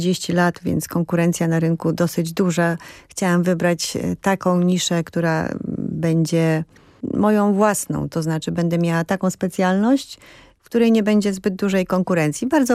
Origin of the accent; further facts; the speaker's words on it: Wrocław, Lower Silesian Voivodeship, Poland; ja pochodzę z Wrocławia, z Dolnego Śląska.